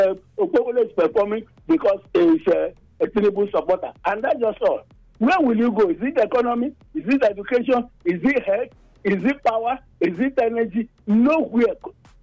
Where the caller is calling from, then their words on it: Nigeria; I'm calling from Ogbeson community.